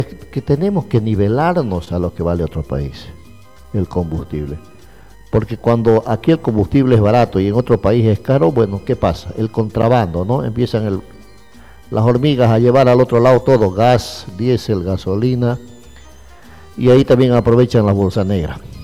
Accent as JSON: {"language": "Spanish", "country": "Bolivia", "said": "tenemos el carnet que nos identifica como ciudadano boliviano"}